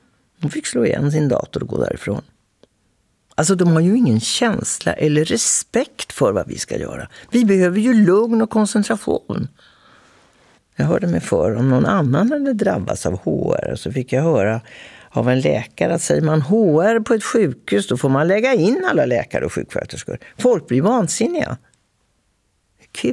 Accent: Linköping, Östergötland, Sweden; now in Stockholm, Sweden; Och så är vi båda från Bomvirsland, vi är lantisar alltså. Jag är från Linköping, han från Grisslehamn. Och har båda begett oss till Stockholm för att överleva.

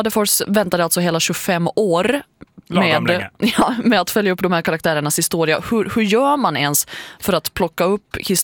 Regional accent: Finland; min finlandssvenska

